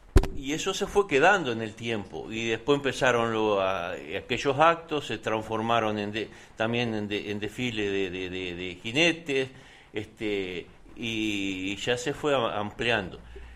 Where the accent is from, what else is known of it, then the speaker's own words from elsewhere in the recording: Salto, Uruguay; yo soy de Sauce Chico, a pocos kilómetros de ahí